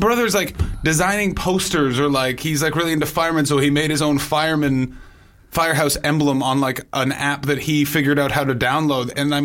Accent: Canada; Well, I'm from North America. We talk differently.

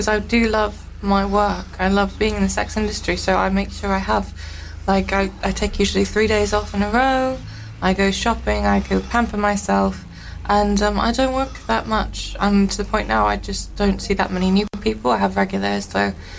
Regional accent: Richmond, United Kingdom; Richmond.

